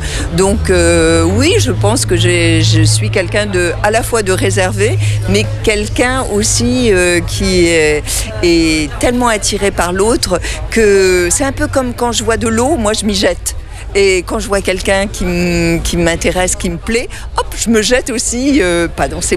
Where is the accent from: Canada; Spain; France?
France; Brittany